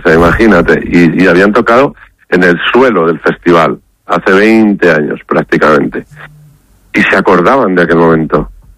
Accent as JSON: {"language": "Spanish", "town": "Aranda de Duero", "region": "Castile and León", "country": "Spain", "said": "Y Aranda a veces se enfadan cuando dicen que es mi pueblo."}